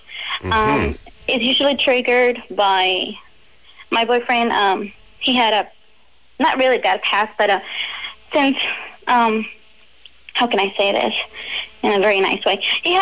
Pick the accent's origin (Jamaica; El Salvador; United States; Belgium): El Salvador; born or raised there; English is a second language